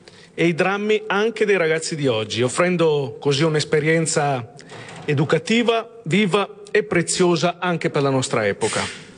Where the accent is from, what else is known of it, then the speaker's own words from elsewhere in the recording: Verona, Veneto, Italy; noi siamo molto legati come veronesi.